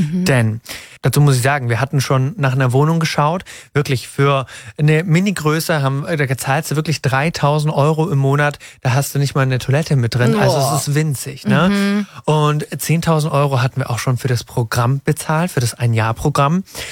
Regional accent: Ditzingen, Baden-Württemberg, Germany; Ich komme aus Nähe Stuttgart, Ditzingen und ich bin Tänzer, Hairstylist und Fotograf

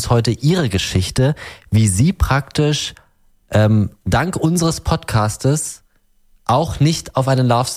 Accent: Berlin, Germany; Ich bin ja Berliner. Da heißt es ja, ich wohne in Berlin, dann wohne ich auch in Berlin.

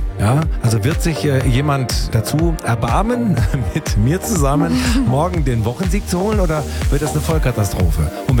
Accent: Tübingen, Baden-Württemberg, Germany; Aus meiner Heimatstadt Tübingen hat sich Svenja gemeldet.

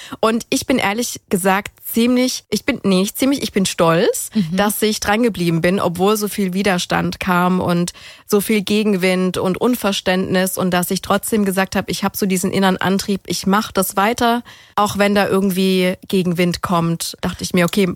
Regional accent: Germany; ich komme ja nicht ursprünglich aus Convestheim und ich bin ja auf dem Land groß geworden mit Einwohnerzahl von 900. Da kennt jeder jeden.

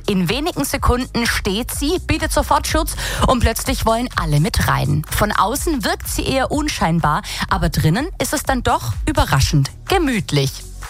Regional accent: Leutenbach, Baden-Württemberg, Germany; Ah, ja, Leuchtenbach, das ist mein Ort, mein Heimatort und da kommt die Tanja her

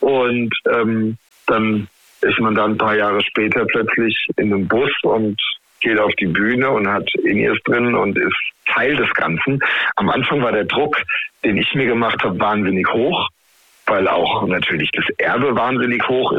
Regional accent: Heidelberg, Baden-Württemberg, Germany; weil ich natürlich als Heidelberger, Baujahr 85, mit … aufgewachsen bin. Ne? Also hier im Rhein-Neckar-Delta, das war schon so die Musik, die viel geprägt hat.

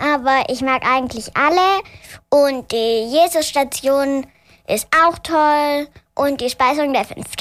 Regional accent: Dornhan, Baden-Württemberg, Germany; bin 8 Jahre alt. Ich komme aus Dornhahn.

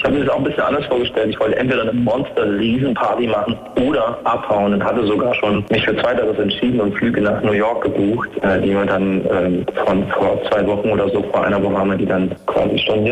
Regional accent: Erfurt, Thuringia, Germany; bleibe ich denn jetzt in meiner Heimatstadt Erfurt, gehe ich nochmal raus

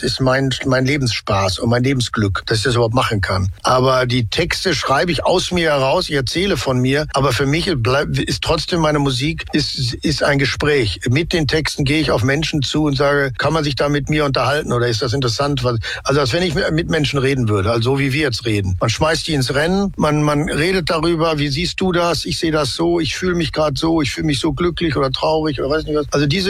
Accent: North Rhine-Westphalia, Germany; Ich bin halt im Ruhrgebiet aufgewachsen, da ist das, da trägt man das Herz auf der Zunge und da gibt es eine schnelle, knackige Ansprache und ich hatte eine lustige, relativ sorgenfreie Kind und Jugend im Ruhrgebiet

